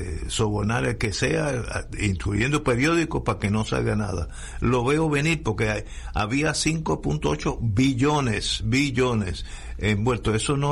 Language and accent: Spanish; Puerto Rico; como puertorriqueño que soy